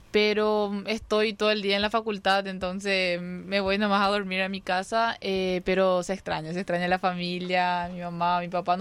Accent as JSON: {"language": "Spanish", "country": "Paraguay", "moved": "as an adult", "lives_now": "Modena, Italy", "said": "soy de Paraguay."}